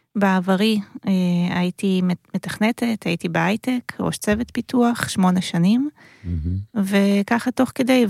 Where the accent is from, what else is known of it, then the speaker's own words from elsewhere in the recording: Rishon LeZion, Central District, Israel; אני מראשון לציון